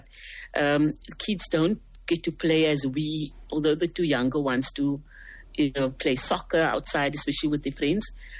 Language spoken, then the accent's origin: English; Cape Town, Western Cape, South Africa; I grew up in Rocklands in Mitchell's Plain, and quite close to Menindee Beach.